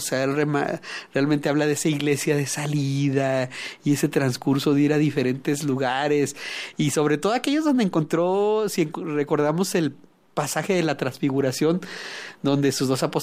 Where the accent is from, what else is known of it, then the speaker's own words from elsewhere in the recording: Mexico City, Mexico; now in Ciudad Juárez, Mexico; Yo soy migrante, yo vengo de la Ciudad de México, pero y Juárez, la verdad es que el 70% es migrante.